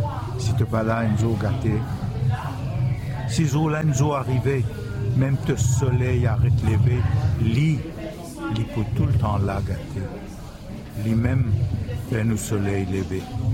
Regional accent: Mauritius; first language Mauritian Creole; French is a second language; Maurice, dans le pays Maurice.

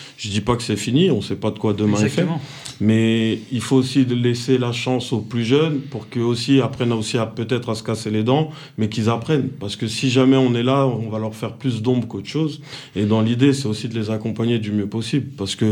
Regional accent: Garges-lès-Gonesse, Île-de-France, France; moi, là-bas, je suis originaire de Garges-lès-Gonesse, c'est la ville limitrophe de Sarcelles.

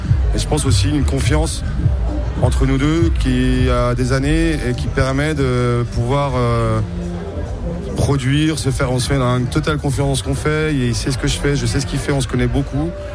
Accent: Besançon, Bourgogne-Franche-Comté, France; je suis originaire de Besançon.

